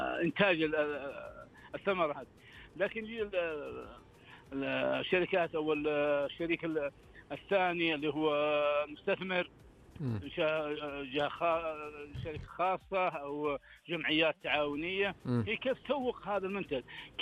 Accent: Taif, Makkah Province, Saudi Arabia; عندنا أحسن في الطائف

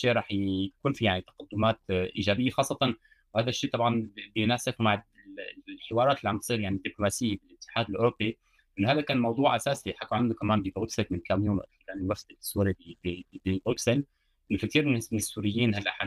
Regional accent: France; أنا أول كبرت هون … أنا اسمي فرنسي والأتات يعني سوري.

